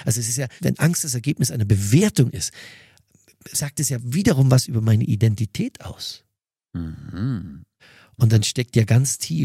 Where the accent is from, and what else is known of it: Mühldorf am Inn, Bavaria, Germany